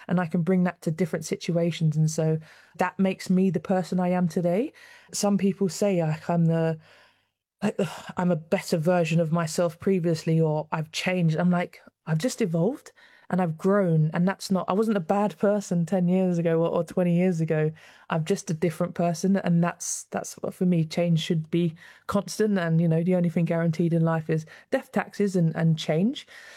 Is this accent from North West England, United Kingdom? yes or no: no; London, United Kingdom; accent: South London; I grew up in a council house in Peckham.